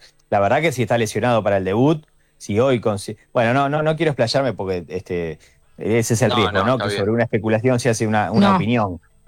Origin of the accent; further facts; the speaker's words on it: Argentina; somos argentinos